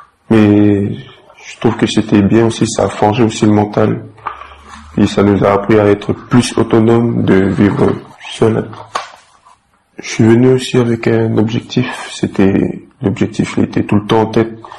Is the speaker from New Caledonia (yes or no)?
yes; Magenta, South Province, New Caledonia